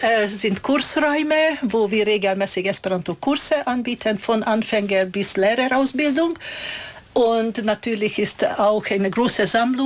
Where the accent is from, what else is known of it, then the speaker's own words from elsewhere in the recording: Hungary; moved away as an adult; now in Herzberg am Harz, Germany; Ich stamme aus Ungarn. Seit 2003 bin ich hier in Herzberg